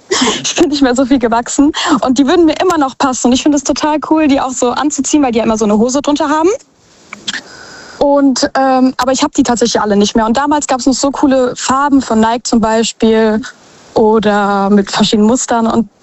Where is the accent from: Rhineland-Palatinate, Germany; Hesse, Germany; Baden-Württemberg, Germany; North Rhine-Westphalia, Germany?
Baden-Württemberg, Germany; Mannheim; Aus Mannheim.